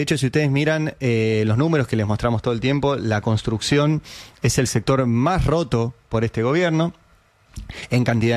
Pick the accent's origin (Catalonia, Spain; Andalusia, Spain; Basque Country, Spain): Catalonia, Spain; Para mí, o sea que soy catalán y consultor político